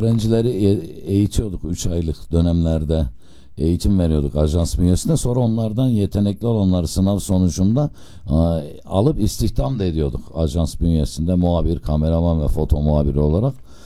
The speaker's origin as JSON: {"language": "Turkish", "town": "Pazarcık", "region": "Kahramanmaraş", "country": "Turkey", "tie": "born or raised there", "also_born_or_lived": "Ankara", "moved": "as an adult", "said": "Kahramanmaraş Pazarcık ilçesinde dünyaya geldim"}